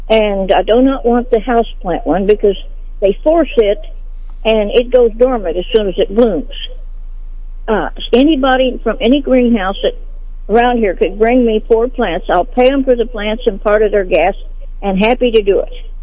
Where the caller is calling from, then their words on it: Sedalia, Missouri, United States; Okay, I'm calling from Sedalia.